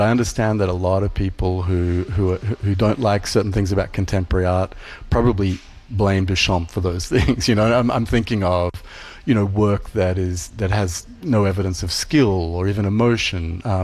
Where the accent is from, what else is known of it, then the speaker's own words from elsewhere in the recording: Australia; accent: Australian; moved away as an adult; being an Australian. You're quite right to point that out, because, you know, I've lived here almost 20 years, but I certainly grew up in Australia